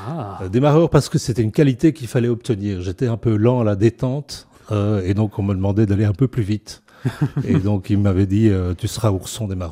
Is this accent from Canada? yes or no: no; Ohain, Wallonia, Belgium; J'ai grandi dans le Brabant wallon, dans un village qui s'appelait Ohain, qui a été rattaché à la commune de Lannes maintenant.